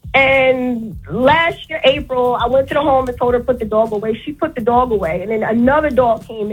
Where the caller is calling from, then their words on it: Plainfield, New Jersey, United States; from Jersey. Plainfield.